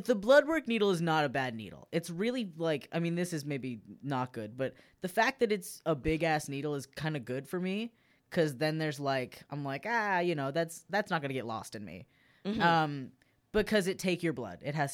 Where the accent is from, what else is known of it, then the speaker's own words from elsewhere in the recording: Canada; Because what else are you doing? I'm Canadian.